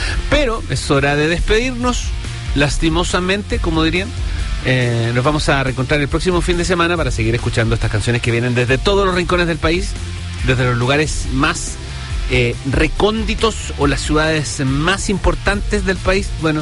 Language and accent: Spanish; Antofagasta, Chile; los voy a dejar con, primero, una banda de la ciudad de donde yo soy, de la región de donde yo soy, Antofagasta.